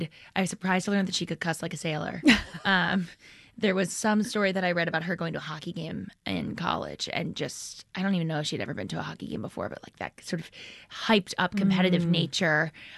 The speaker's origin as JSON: {"language": "English", "region": "Michigan", "country": "United States"}